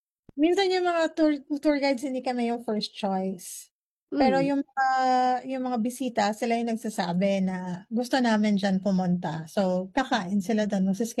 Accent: Mimaropa, Philippines; Oh, because it's part of being a Palawenyo.

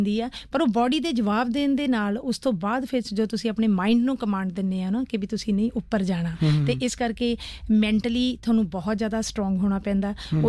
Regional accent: Punjab, India; ਕਿ ਮੈਂ ਪੰਜਾਬ ਤੋਂ ਆਈ ਹਾਂ, ਮੈਂ ਪੰਜਾਬ, ਮੈਂ ਪੰਜਾਬੀਅਤ ਦੀ ਅਤੇ ਮੈਂ ਔਰਤਾਂ ਦੀ ਗੱਲ ਕੀਤੀ

